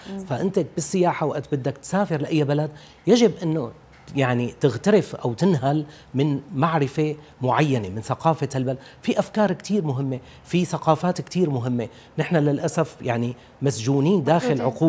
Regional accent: Syria; بلدنا سوريا

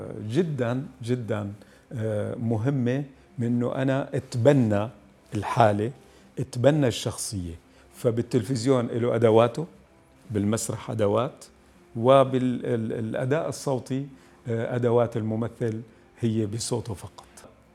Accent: Quneitra Governorate, Syria; now in Damascus, Syria; النشاه بتعرف هي بقريه بمنطقه البطيحه. هاي القريه لهجتنا هي موجوده بين فلسطين، جنوب لبنان، درعا والجانب السوري

